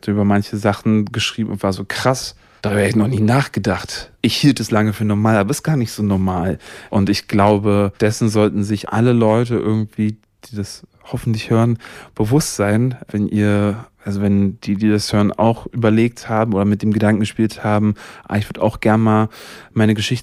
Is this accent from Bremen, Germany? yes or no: no; Thuringia, Germany; Wir kommen aus Thüringen, so sieht unsere Lebensrealität aus.